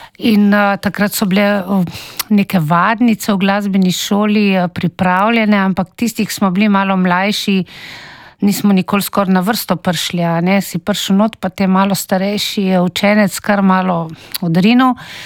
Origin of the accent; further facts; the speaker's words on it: Ročinj, Goriška, Slovenia; jaz sem odraščala kot otrok v Ročinju pri svoji stari mami in dedku.